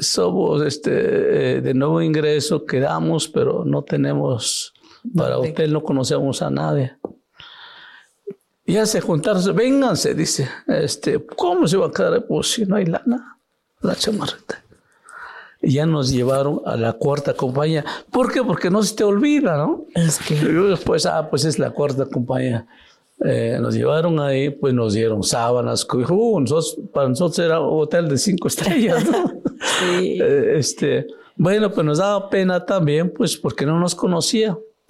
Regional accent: Oaxaca, Mexico; now in Mexico City, Mexico; Porque cuando me vine de Oaxaca a México, tenía la intención, dije, si no quedo en Chapingo, voy al Pole.

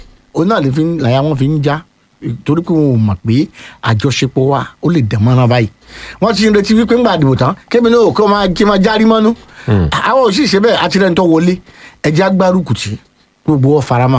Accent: Ibadan, Oyo, Nigeria; Ọmọ Ìbàdàn ni mí.

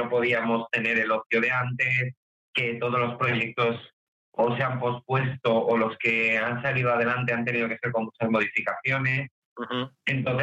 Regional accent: Melgar de Arriba, Castile and León, Spain; moved away; yo me fui a mi pueblo justo cuando iba a estallar todo, que ya se incluía la cosa Melgar de Arriba, provincia de Valladolid

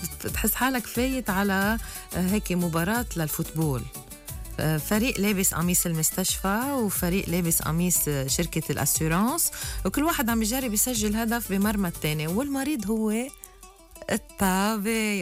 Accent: Lebanon; نحنا كلبنانية

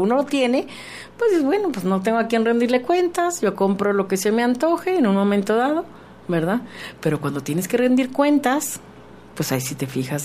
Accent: Mexico; Y aquí como mexicanos

